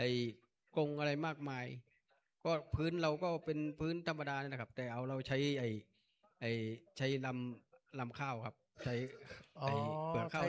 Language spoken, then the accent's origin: Thai; Chiang Rai, Thailand; เชียงรายครับ